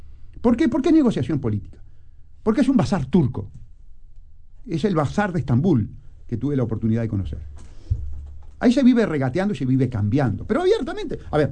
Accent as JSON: {"language": "Spanish", "region": "Montevideo", "country": "Uruguay", "said": "soy de Sayago."}